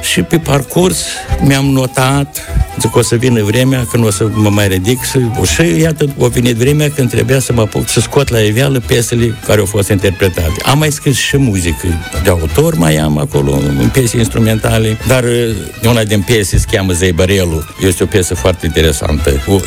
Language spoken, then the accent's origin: Romanian; Colibaș, Moldova; born there; M-am născut la Colibaș.